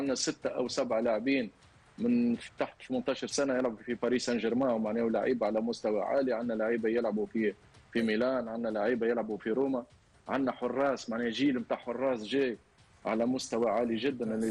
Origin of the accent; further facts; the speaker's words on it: Tunisia; انا نتحفظ كتونسي